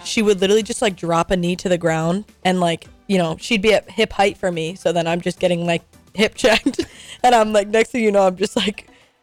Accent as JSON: {"language": "English", "town": "Londonderry", "region": "New Hampshire", "country": "United States", "tie": "born or raised there", "said": "Yeah, so I grew up in Londonderry, started out with town soccer there."}